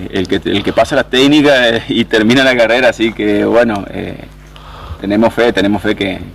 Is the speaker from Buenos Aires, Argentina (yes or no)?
no; Jardín América, Misiones, Argentina; La primera vez que corro en mi tierra, en mi casa, en mi Jardín América.